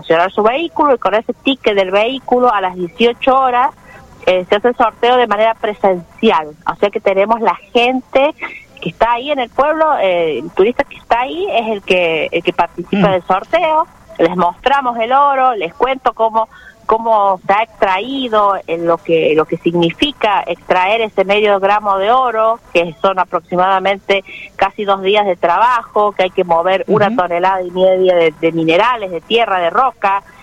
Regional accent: La Carolina, San Luis, Argentina

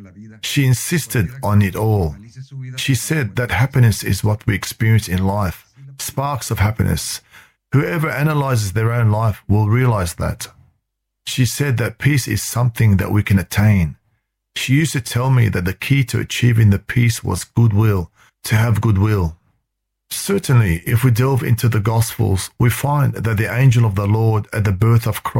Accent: Hermosillo, Sonora, Mexico; I was in my home state of Hermosillo, Sonora, around 1981.

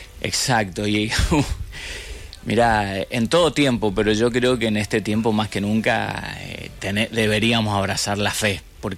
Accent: Chaco, Argentina; moved away; also born or lived in Los Angeles, California; Yo nací, como hablamos antes, en el Chaco, me crié en el Chaco y voy seguido al Chaco.

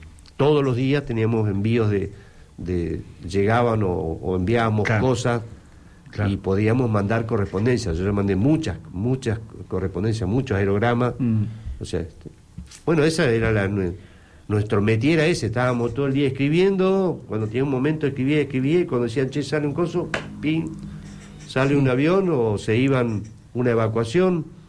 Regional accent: Argentina; somos los argentinos

